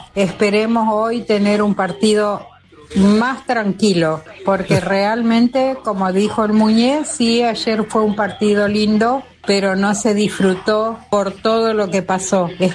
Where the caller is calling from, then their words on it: José C. Paz, Buenos Aires Province, Argentina; de José Cepaz, 104.